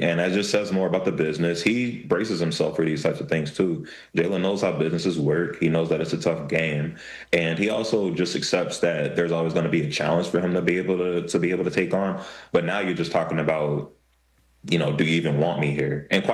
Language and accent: English; California, United States; born there; But yeah, I was born in California, actually.